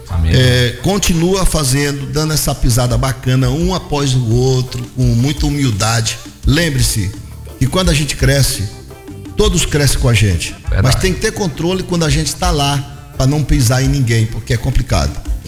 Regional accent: Maranhão, Brazil; lá é minha terra.

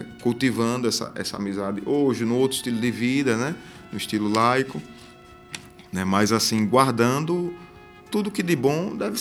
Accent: Tobias Barreto, Sergipe, Brazil; eu venho de Tubias Barreto, né? Minha cidade natal

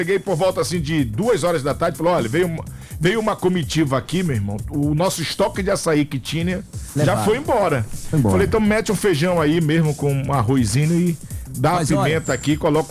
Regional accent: Brazil; moved away; also born or lived in United States; Cara, eu sou brasileiro, raiz, com muito orgulho, com muito amor.

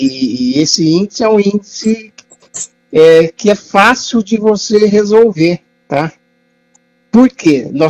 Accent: Piracicaba, São Paulo, Brazil; eu sou de Piracicaba, região de Campinas.

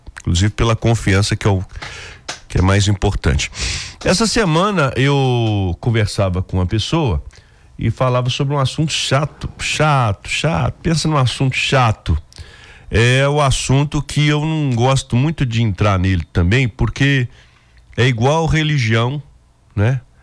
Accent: Brazil

